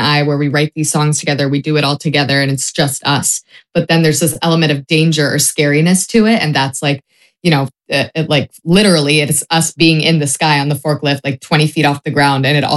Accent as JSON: {"language": "English", "area": "Bay Area", "region": "California", "country": "United States", "also_born_or_lived": "New Orleans / Los Angeles", "said": "that's where we're from the Bay Area. And so a lot of times when we write music, it's about the Bay or maybe it's about New Orleans. We also lived there."}